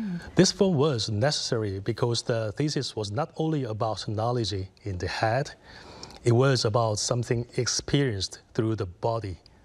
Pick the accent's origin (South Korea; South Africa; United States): South Korea